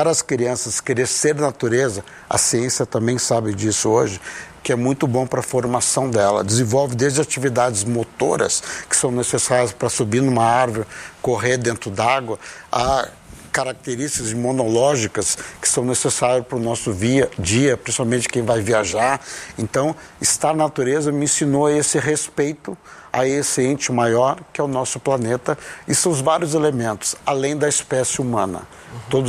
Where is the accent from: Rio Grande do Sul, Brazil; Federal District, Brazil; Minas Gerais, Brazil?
Rio Grande do Sul, Brazil; Taquari; moved away as an adult; now in Fernando de Noronha, Brazil; Interior, 100 quilômetros de Porto Alegre, não é grande Porto Alegre, é uma cidade pequena, de origem açoriana. Uhum. Fui criado em fazendas, meus avós são fazendeiros, então fui criado em fazendas de amigos, de parentes, à beira do rio, açude.